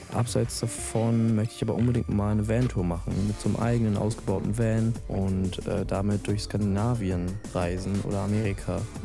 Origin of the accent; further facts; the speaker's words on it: Brandenburg, Germany; Aus einer kleinen Stadt in Brandenburg.